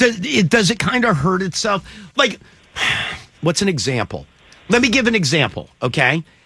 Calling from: Baltimore, Maryland, United States; from Baltimore.

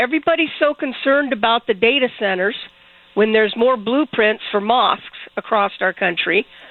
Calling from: West Sacramento, California, United States

